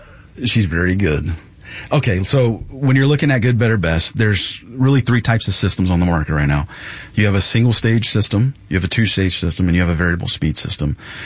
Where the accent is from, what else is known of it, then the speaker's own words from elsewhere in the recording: Florida, United States; moved away; I told you guys earlier that I'm from Florida. When I moved up here